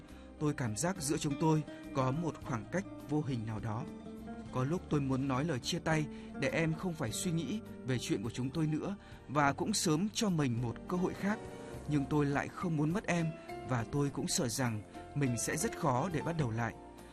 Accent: Thanh Hoa, Vietnam; Tôi năm nay 30 tuổi, sinh ra ở miền quê xứ Thanh. Quê tôi có phong cảnh hùng vĩ, cuộc sống ở đó gắn liền với núi rừng, nương rẫy và tiếng suối chảy quanh năm.

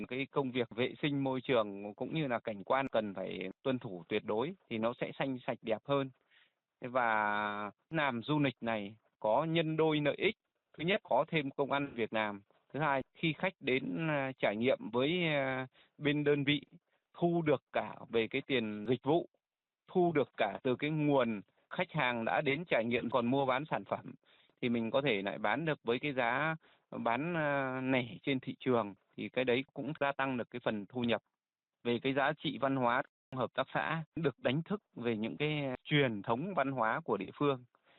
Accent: Thai Nguyen, Vietnam; born or raised there

